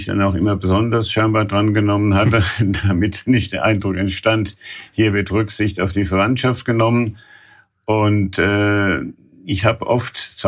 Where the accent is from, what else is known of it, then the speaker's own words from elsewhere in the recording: Raunheim, Hesse, Germany; Alt-Raunheimer, ich bin in Raunheim nicht nur aufgewachsen, das heißt, wie viele dann in Rüsselsheim geboren, sondern ich bin auch in den Nachkriegsjahren 1947, genau am 2. Januar 1947 in Raunheim